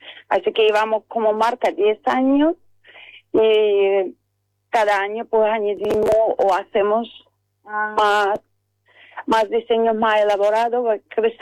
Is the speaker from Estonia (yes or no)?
yes; Estonia; accent: Estonian; Spanish is a second language; now in Málaga, Spain; yo soy de Estonia, como se oye en el acento, llevo aquí más de 25 años en Málaga.